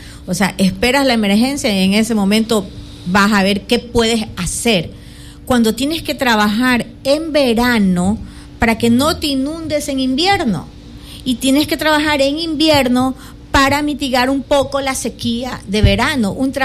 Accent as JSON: {"language": "Spanish", "town": "Babahoyo", "region": "Los Ríos", "country": "Ecuador", "said": "Yo soy de Babahoyo"}